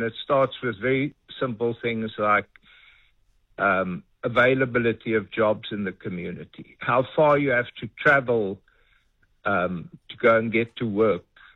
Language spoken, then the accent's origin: English; Gauteng, South Africa; I come from Gauteng